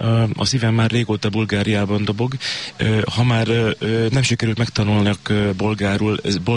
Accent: Hungary; mint magyarként

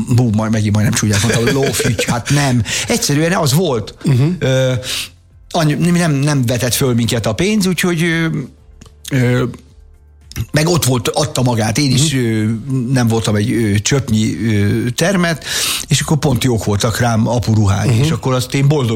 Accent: Budapest, Hungary; Én anyukám mellett nőttem föl, én egy elkényeztetett, hülye, kelenföldi baba voltam, olyan burokban éltem

